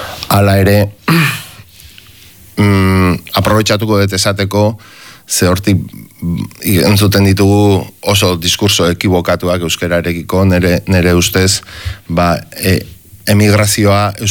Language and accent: Basque; Urretxu, Basque Country, Spain; born there; ni ba urretxuko anaiz jaiotzez